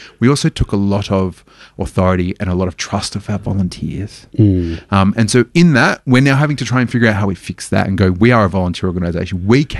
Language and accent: English; Perth, Western Australia, Australia; I'm originally from Perth.